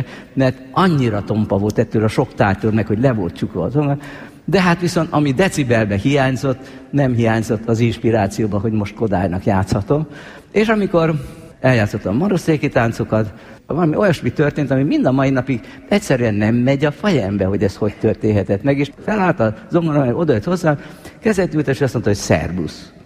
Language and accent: Hungarian; Debrecen, Hajdú-Bihar, Hungary; debreceni kisiskolás, jártam az debreceni zenedébe